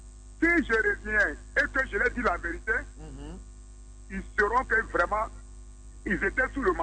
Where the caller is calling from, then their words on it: Abidjan, Côte d’Ivoire; Oui, je vous appelle à Djamé.